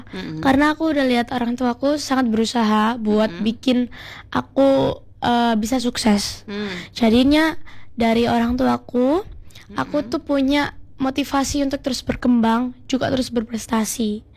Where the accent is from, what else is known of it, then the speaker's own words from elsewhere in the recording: Surabaya, East Java, Indonesia; aku berasal dari Asmrowo